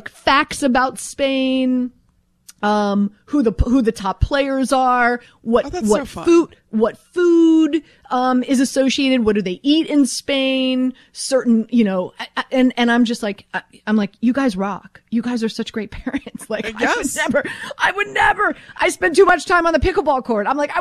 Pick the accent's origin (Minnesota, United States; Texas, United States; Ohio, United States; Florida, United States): Florida, United States; Miami; Well, I'm born and raised in Miami.